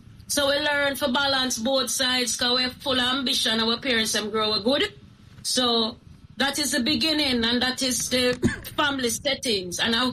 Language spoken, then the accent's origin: English; Kingston, Jamaica; I come from East Kingston. The original … a whole heap of people from that side. East Kingston, grew up in a place called Lucas and Norman Avenue.